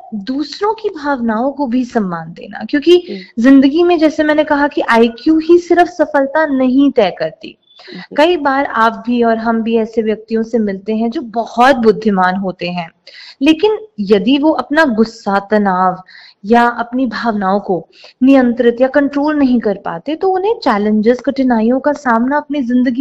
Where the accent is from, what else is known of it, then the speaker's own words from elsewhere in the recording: Delhi, India; moved away as an adult; now in Ludhiana, India; क्योंकि मैं दिल्ली से हूँ